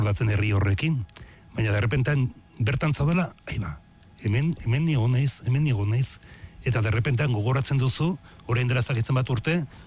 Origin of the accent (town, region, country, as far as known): Legasa, Navarre, Spain